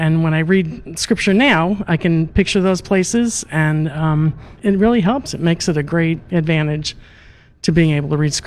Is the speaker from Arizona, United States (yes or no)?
no; Carmel, Indiana, United States; I'm from Carmel, Indiana.